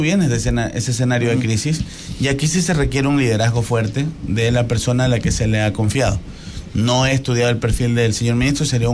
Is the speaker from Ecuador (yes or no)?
yes; Ecuador; yo soy ecuatoriano